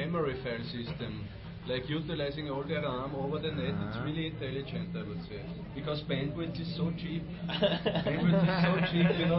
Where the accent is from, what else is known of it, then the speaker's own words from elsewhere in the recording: Austria; English is a second language; I'm coming from Austria. We have 40 degrees.